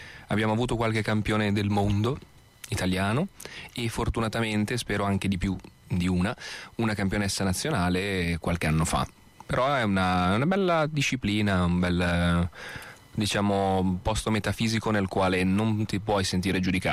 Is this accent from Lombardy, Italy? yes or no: yes; Fiesco, Lombardy, Italy; Arrivo da Fiesco, che è un piccolo paesino vicino a Castelleone, Crema, per chi dovesse riuscire a identificare questo puntino sulla mappa.